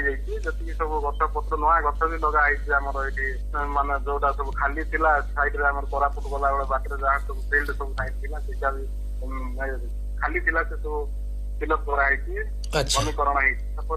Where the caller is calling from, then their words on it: Jeypore, Odisha, India; ଜୟପୁରରୁ କହୁଥିଲି।